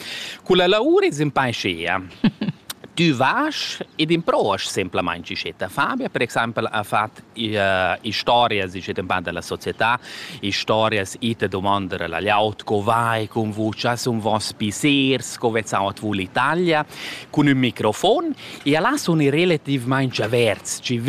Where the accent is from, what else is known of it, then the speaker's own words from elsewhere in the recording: Switzerland; io sono della Svizzera, faccio questi qua